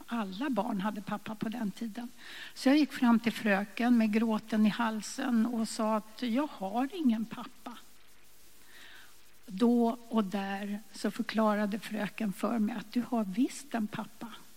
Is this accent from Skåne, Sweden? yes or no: no; Stockholm, Stockholm County, Sweden; born or raised there